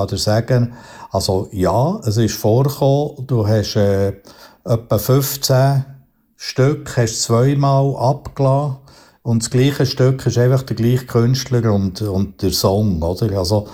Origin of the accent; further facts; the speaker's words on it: Bern, Switzerland; Beltmoos, ich als Berner kann das absolut nachvollzi